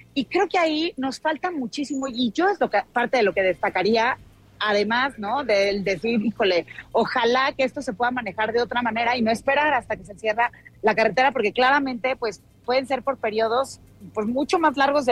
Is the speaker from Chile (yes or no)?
no; Mexico City, Mexico; yo que soy originaria de la Ciudad de México